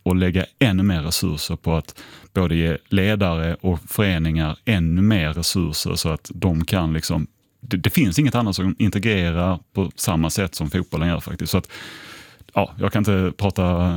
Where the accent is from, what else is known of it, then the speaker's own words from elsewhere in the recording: Sweden; De tyckte det var så kul att man var där som en europé och som en svensk och besökte dem